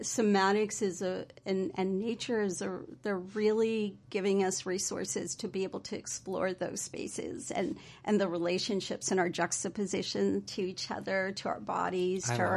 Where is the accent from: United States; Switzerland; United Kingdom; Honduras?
Honduras; moved away; So I think an important part of my path has been that I'm an immigrant from Honduras, and I grew up with a certain, I would say, indigenous somatics, as well as like dream work and just connection to nature.